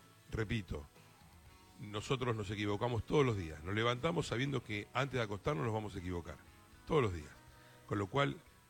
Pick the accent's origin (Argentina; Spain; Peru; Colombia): Argentina; Acá lo que preocupa y lo que duele como padre, más que como argentino